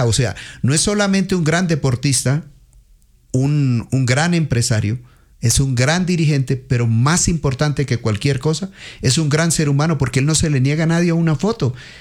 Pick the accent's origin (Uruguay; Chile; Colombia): Colombia; los colombianos hablamos mucho y más los de mi región.